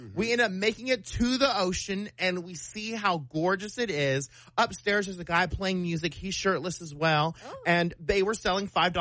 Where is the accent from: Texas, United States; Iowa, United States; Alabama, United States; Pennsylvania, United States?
Texas, United States; Oak Cliff; I was like, I'm from Oak Cliff, okay? Like, I can survive Oak Cliff.